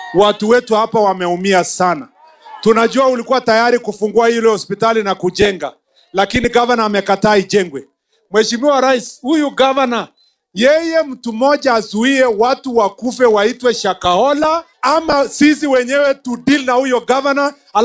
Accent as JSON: {"language": "Swahili", "country": "Kenya", "said": "hapa kama Mkenya"}